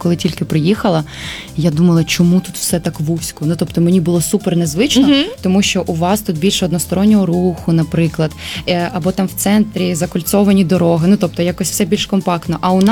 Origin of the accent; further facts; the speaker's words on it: Kherson, Kherson Oblast, Ukraine; now in Ivano-Frankivsk, Ukraine; Я потрапила сюди в 22-му році у квітні, вже майже 4 роки тому. Я виїхала з окупації з Херсону в Івано-Франківськ.